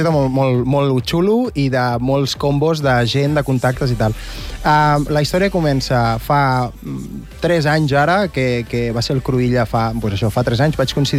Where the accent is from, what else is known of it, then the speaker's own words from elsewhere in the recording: Badalona, Catalonia, Spain; jo també soc de Badalona